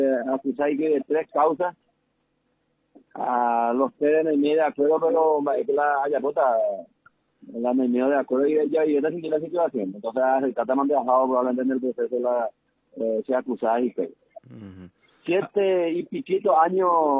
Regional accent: San Pedro, Paraguay; also born or lived in Canindeyú; Yo soy de San Pedro, oriundo de San Pedro, mi ciudad natal es Tierra Haití del Norte, pero estuve casi 28 años en el departamento de Canindeyú.

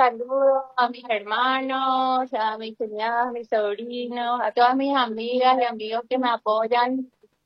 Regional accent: Asunción, Paraguay; Yo soy de Asunción, me crié en el barrio Seminario.

